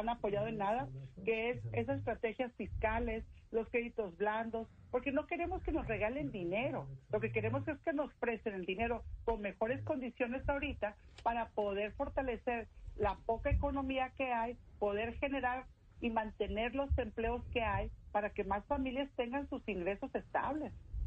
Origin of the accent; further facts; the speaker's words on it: Sinaloa, Mexico; que así somos los sinaloenses.